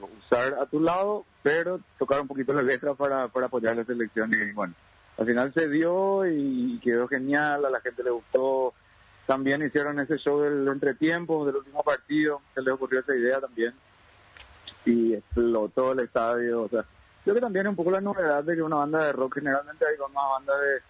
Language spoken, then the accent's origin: Spanish; Paraguay; obviamente somos paraguayos